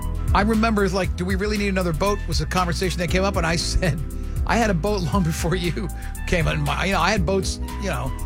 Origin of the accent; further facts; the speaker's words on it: Florida, United States; I grew up in South Florida.